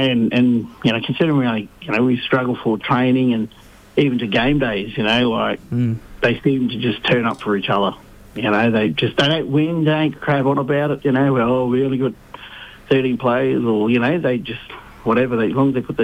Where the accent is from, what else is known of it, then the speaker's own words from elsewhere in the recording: Brisbane, Queensland, Australia; growing up in Inala, and, you know, used to ride our bikes to training